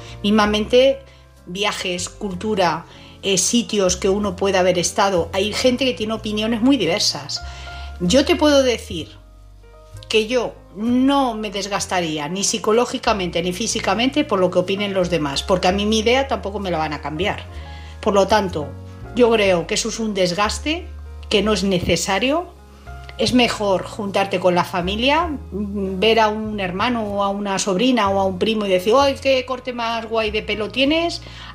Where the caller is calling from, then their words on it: Madrid, Community of Madrid, Spain; de Madrid.